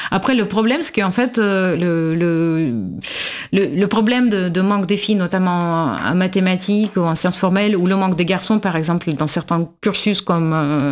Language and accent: French; Russia; Et je ne suis pas géorgienne, mais je suis russe et la Russie a une loi analogue